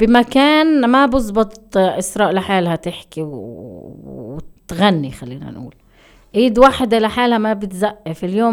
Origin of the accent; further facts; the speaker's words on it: Palestine; إحنا كشعب فلسطيني كلنا عنا تحديات،